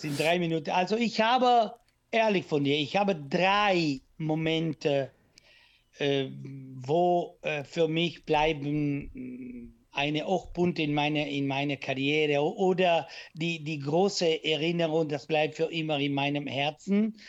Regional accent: Italy; German is a second language; moved away as an adult; als Italiener mit weniger Deutsch

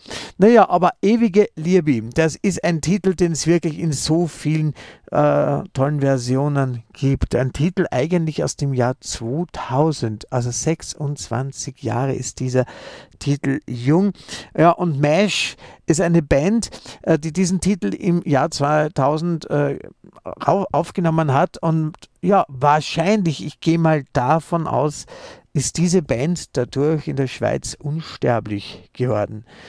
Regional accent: Vienna, Austria; Gut, ich als Wiener verstehe eigentlich keinen davon.

